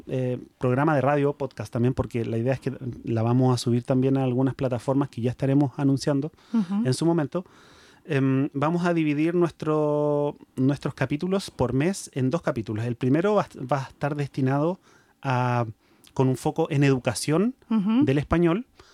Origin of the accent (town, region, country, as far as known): Chile; accent: Chilean